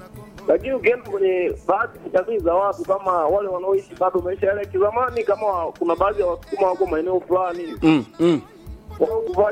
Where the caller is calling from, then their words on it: Tanzania; natoka Mseke.